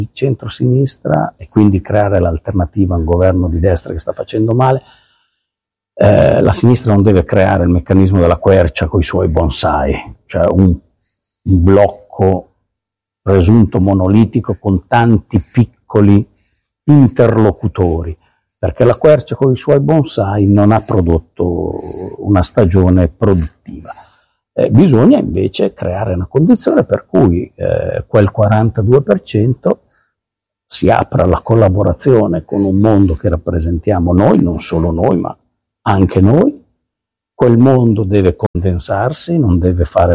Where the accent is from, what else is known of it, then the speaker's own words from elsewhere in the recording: Piedmont, Italy; No, ma sai, io vengo dalla Val d'Ossola, quindi ho i miei limiti oggettivi e geografici.